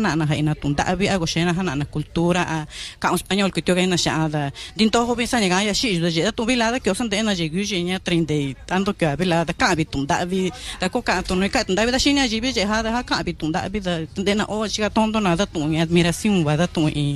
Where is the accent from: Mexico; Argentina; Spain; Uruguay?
Mexico; San Miguel Aguacates; yo me presento como representante de mi pueblo, de San Miguel Aguacates, para que pues a nuestros hijos, como les digo, que no olviden la cultura